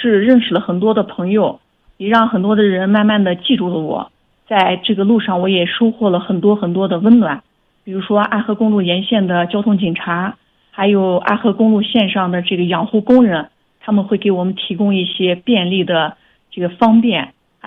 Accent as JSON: {"language": "Chinese", "area": "Jeminay County", "region": "Xinjiang", "country": "China", "tie": "born or raised there", "said": "宣传我的家乡吉木乃县，宣传大美新疆，"}